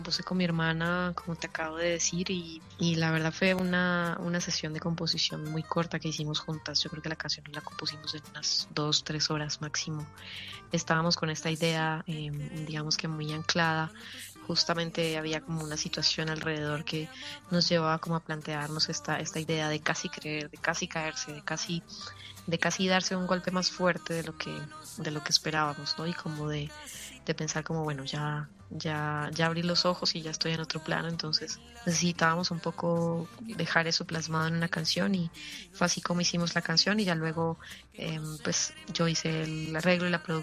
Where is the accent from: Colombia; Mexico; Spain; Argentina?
Colombia; Santander; yo soy una artista santandereana, ya con más de 20 años de carrera.